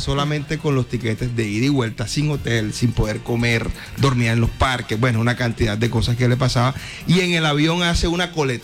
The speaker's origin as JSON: {"language": "Spanish", "country": "Colombia", "said": "hoy en día es un honor para nosotros como colombianos."}